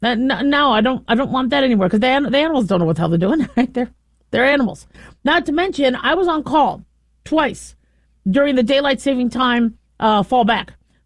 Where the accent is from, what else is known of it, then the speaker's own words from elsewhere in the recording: California, United States; born there; Most of us are from California. I was born in California. I love the state of California.